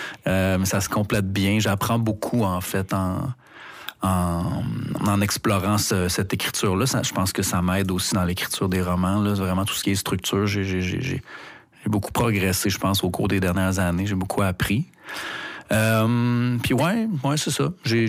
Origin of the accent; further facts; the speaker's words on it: L'Île-Perrot, Quebec, Canada; born there; also born or lived in Burundi; quand je suis revenu du Burundi, j'ai grandi à l'île Perrault, dans l'ouest de Montréal